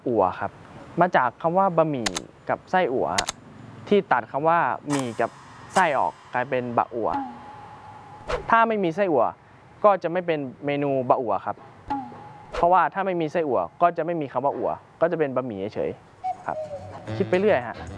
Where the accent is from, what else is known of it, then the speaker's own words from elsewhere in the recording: Chiang Mai, Thailand; โดยกำเนิดผมเป็นคนภาคเหนือแล้วนะครับเป็นคนเชียงใหม่แล้วพ่อแม่ก็ให้กินอาหารเหนือตลอดโดยตั้งแต่เด็กก็กินอาหารเหนือ